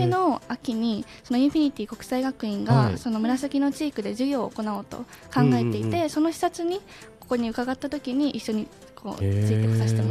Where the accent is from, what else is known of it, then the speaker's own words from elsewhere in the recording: Yamagata, Japan; moved away; それまではと地元の山形県で過ごしていました。